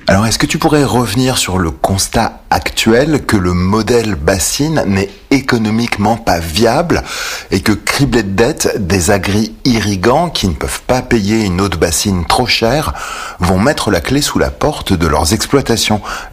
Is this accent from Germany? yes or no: no; Beauvais, Hauts-de-France, France; born there; Je suis né à Beauvais